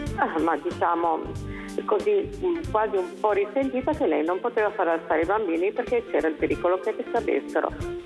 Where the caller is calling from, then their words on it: Genoa, Liguria, Italy; di Genova.